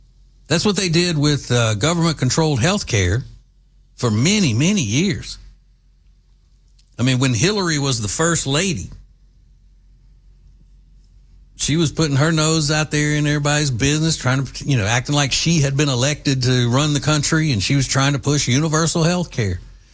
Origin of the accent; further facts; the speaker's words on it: Southern United States, United States; accent: Southern; I knew that having a Southern accent